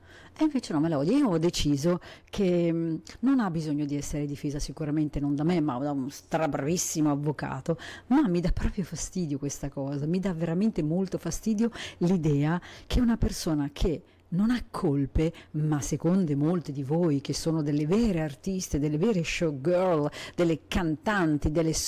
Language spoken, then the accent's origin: Italian; Argentina; Italian is a second language; now in Italy; che sono malinconica, sono argentina, sono una migrante, sono solo triste